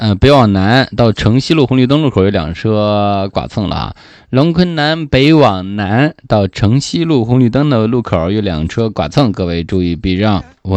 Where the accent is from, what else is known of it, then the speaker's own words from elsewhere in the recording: Jining, Shandong, China; accent: Jining dialect; 标准的济宁话